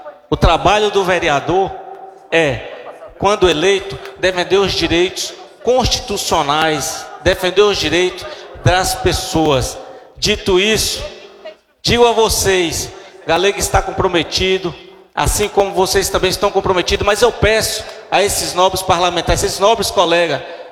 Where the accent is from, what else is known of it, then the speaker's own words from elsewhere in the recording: Brazil; aquele bairro Novo Prado, onde eu resido, onde eu fui criado